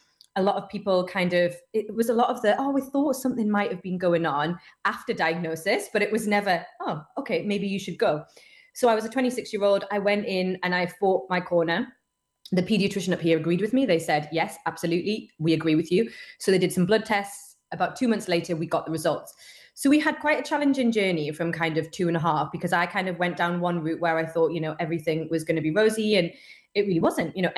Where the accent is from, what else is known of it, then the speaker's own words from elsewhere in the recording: Newcastle upon Tyne, North East England, United Kingdom; I'm from Newcastle upon Tyne. I was born and bred up here.